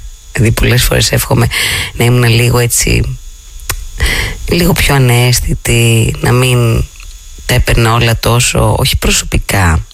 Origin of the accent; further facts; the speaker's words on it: Pitsi, Central Greece, Greece; Απέναντι από το δικό μου το χωριό, το γνωστό και ξεκουστό με τα 30 σπίτια, το Πίτσι, το χωριό μου, εντάξει, νομός Θεότιδας